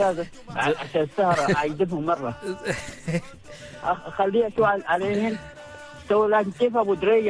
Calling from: Oman; احنا عمانيين

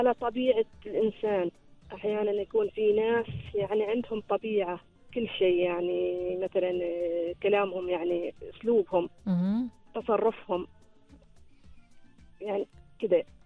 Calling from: Saham, Al Batinah North, Oman

